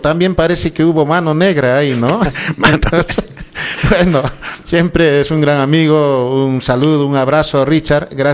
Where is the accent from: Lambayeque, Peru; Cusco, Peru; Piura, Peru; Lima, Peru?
Cusco, Peru; Lamay; nuestra candidatura está firme en nuestro pueblo de Lamay, queridos conciudadanos, y las 13 comunidades de mi distrito de Lamay.